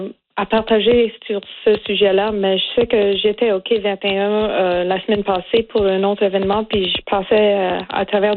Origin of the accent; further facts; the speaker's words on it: Nova Scotia, Canada; Je viens du coin du Cap-Breton, mais j'aime aller à Chéticamp